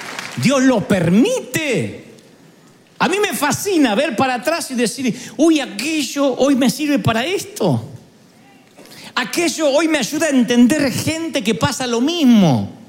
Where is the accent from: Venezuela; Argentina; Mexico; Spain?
Argentina; born there; moved away; allá en Argentina nací, allá.